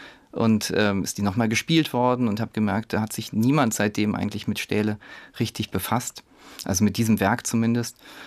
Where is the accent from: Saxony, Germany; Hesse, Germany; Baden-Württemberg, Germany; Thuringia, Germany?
Hesse, Germany; Fulda; Da hatten wir in der Schule, also ich komme auch eben aus Fulda.